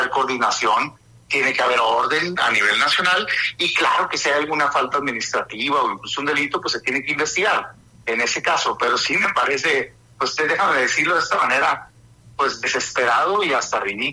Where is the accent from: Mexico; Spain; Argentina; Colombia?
Mexico; yo como mexicano